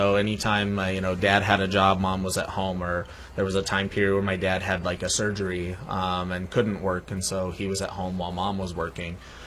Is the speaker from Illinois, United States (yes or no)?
no; Indiana, United States; moved away as an adult; now in Watertown, United States; born and raised in Indiana. True and true Hoosier.